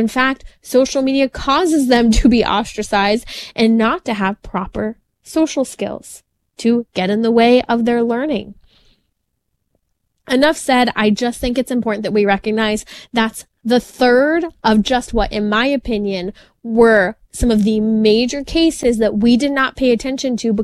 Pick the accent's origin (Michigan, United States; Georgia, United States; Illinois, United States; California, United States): California, United States; And, we have my home state of California where it's been sitting on the desk of Governor Gavin Newsom